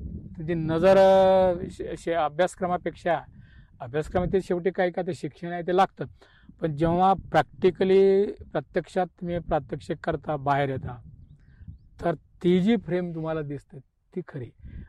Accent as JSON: {"language": "Marathi", "town": "Chikhalgaon", "region": "Maharashtra", "country": "India", "tie": "born or raised there", "said": "माझं चिखलगाव म्हणून अकोला जिल्ह्यामध्ये गाव आहे, चिखलगाव. तर तिथं माझं सगळं बालपण, जन्म तिथलं आहे, 4th पर्यंत शिक्षण तिथंच झालं. आणि प्रचंड गरिबी, म्हणजे गाव कोसाव्याचे जे जगणं आमचं त्यावेळेचं काळ, तो 47 जन्म आहे माझा."}